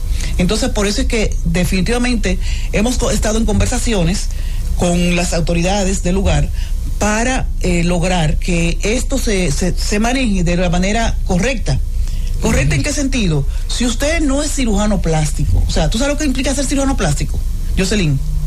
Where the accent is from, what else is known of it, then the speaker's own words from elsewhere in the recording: Dominican Republic; para mí es un orgullo decir que soy dominicana, que soy cirujana plástica, que soy de la República Dominicana